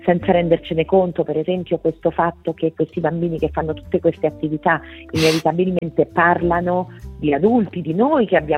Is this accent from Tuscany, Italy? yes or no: no; Agnone, Molise, Italy; now in Rome, Italy; potrebbe essere Agnone, non lo so, parlo del mio paese di origine